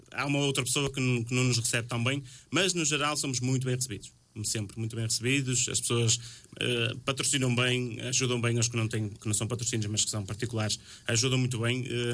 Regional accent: Portugal; moved away; no fim de semana estou quase sempre pela minha terra

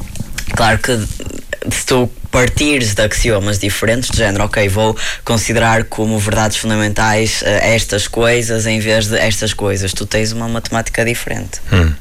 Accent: Guimarães, Norte, Portugal; Sou de Guimarães, por coincidência.

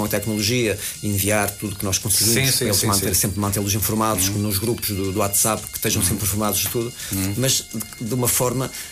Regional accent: Barroselas, Norte, Portugal; moved away

